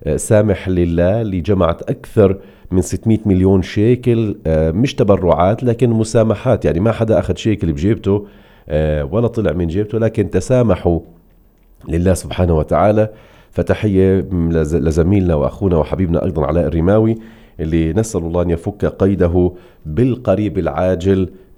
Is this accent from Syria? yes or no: no; Palestine; لنا كفلسطينيين